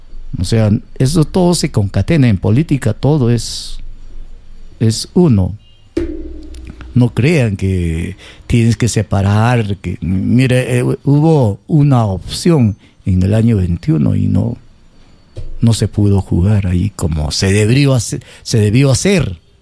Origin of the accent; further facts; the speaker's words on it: Peru; Son momentos especiales que vive el pueblo peruano, que vivimos nosotros como pueblo.